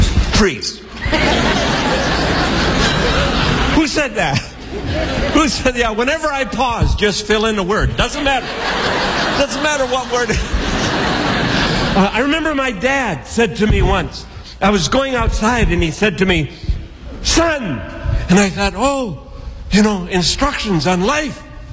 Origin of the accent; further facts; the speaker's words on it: Virginia, Minnesota, United States; I grew up on the Iron Range, Virginia, Minnesota, 30 below zero for 2 weeks in a row.